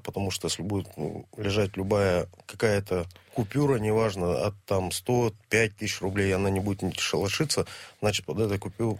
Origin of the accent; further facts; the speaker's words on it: Yekaterinburg, Sverdlovsk Oblast, Russia; родился я в городе Свердловск.